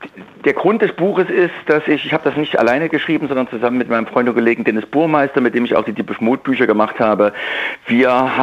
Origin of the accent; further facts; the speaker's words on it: Leipzig, Saxony, Germany; Ich bin in Leipzig geboren. Ich bin richtig, ein Kind des Leipziger Südens.